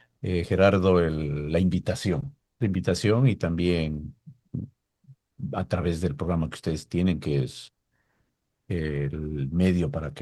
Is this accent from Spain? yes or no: no; Ecuador